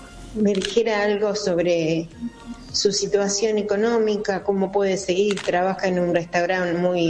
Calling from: Arroyo Seco, Santa Fe, Argentina; soy de Arroyo Seco, provincia

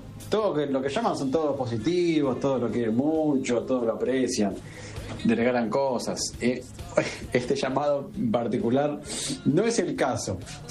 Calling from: Banfield, Buenos Aires Province, Argentina; de Banfield.

